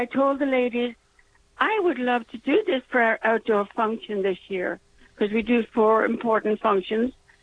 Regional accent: Ireland; now in Montana, United States; I was born and raised in Ireland. And of course, okay. I brought the Legion of Mary with me when I came.

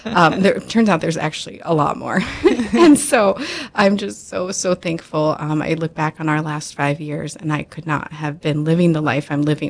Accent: Illinois, United States; moved away as an adult; now in Fargo, United States

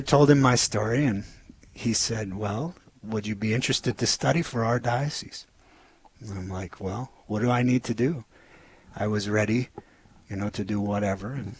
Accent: Bismarck, North Dakota, United States; I grew up in Bismarck.

